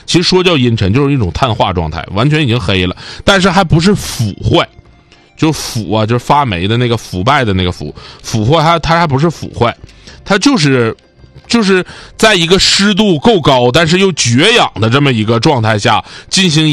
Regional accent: Northeast China, China; 我想我们东北人再有口音也不至于啊

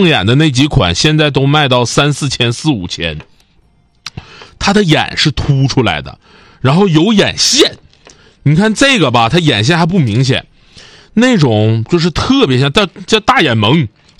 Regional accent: Northeast China, China; 我们出去一说都是说东北人，我们很少有说哎呀我长春人，或者说我是吉林省人，都很少有这么说，很少，但也有，我们大多数都是我们东北人，我们就这么唠。

